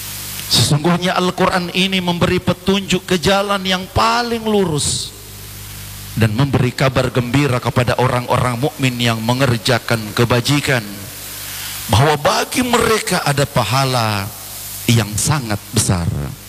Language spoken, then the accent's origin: Indonesian; Gorontalo, Indonesia; kita sebagai orang Gorontalo